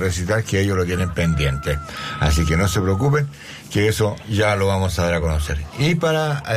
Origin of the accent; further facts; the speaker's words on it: Los Ángeles, Biobío, Chile; moved away; ahí teníamos al conjunto … de mi tierra, coterráneos, de allá de Los Ángeles